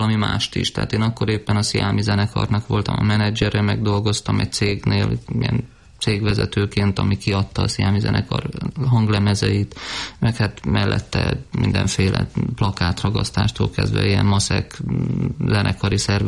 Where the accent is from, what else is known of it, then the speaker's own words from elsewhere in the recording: Budapest, Hungary; born there; Én Budapesten születtem.